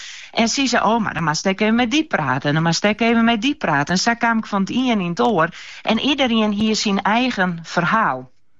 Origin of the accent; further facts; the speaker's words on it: Ameland, Friesland, Netherlands; Want ik bellen en ik zei … En dat scheelt al een heel een.